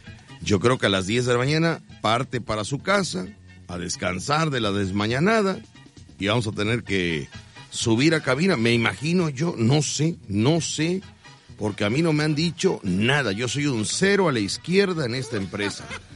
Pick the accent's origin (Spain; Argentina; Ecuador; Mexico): Mexico; Veracruz; Porque yo, pues soy veracruzano, y un veracruzano tiene que haber trabajado en el muelle